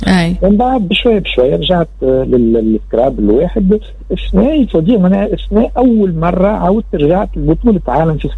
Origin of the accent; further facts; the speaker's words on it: Tunisia; عندنا في تونس